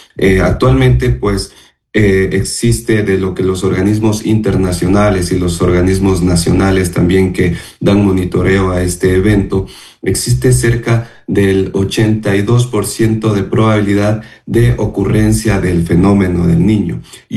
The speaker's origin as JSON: {"language": "Spanish", "country": "Ecuador", "said": "como ecuatorianos pues estamos muy expuestos a este evento climático."}